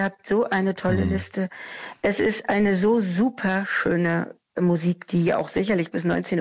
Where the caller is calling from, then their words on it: Berlin, Germany; Ich rufe aus Schöneweide an.